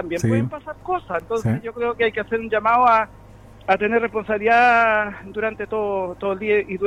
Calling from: Chile; eso es lo que nos une como chilenos a todos nosotros.

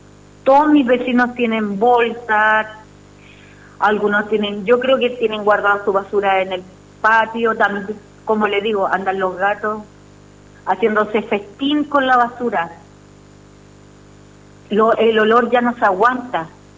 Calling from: Chile; De Lagunilla 3.

